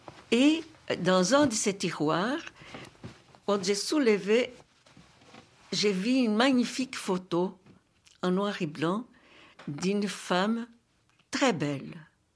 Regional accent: São Paulo, Brazil; French is a second language; moved away; Je suis née à São Paulo, au Brésil, le 26 octobre 1947. São Paulo, à cette époque-là, était déjà une grande ville. Et nous vivions à la périphérie sud.

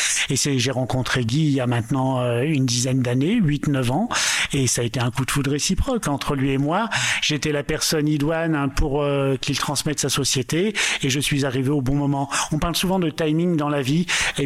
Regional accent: Belgium; also born or lived in France; Mais j'ai passé plus de temps de ma vie en Belgique, donc je suis belge et français.

